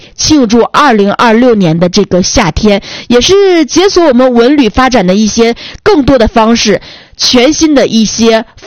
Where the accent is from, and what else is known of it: Changchun, Jilin, China